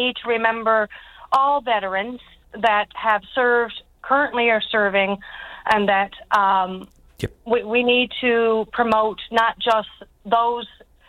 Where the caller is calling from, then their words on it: Grand Falls-Windsor, Newfoundland and Labrador, Canada; Actually, I'm calling from the Royal Canadian Legion Branch 12 in Grenfell's Windsor.